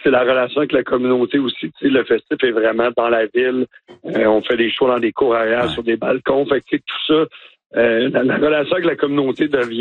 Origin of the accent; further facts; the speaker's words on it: Baie-Saint-Paul, Quebec, Canada; ouais, on est born and raised, là, on est de Baie-Saint-Paul, fait qu'on connaît les gens, puis on sent qu'on a ce devoir-là.